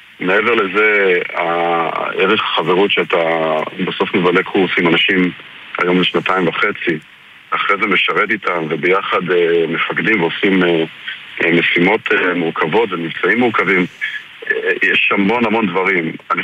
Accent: Southern District, Israel; also born or lived in Krayot (Haifa area); בגיל צעיר אנחנו עברנו מהקריות לדרום, אז קצת גדלתי יותר במדבר

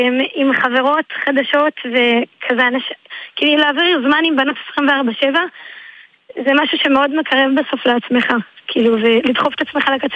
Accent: Shephelah, Israel; אני גרה בקיבוץ באזור השפלה, גדלתי בקיבוץ כל החיים שלי.

